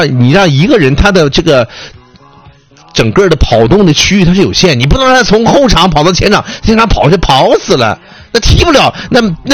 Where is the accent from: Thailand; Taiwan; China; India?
China; Dalian, Liaoning; 因为我是大连人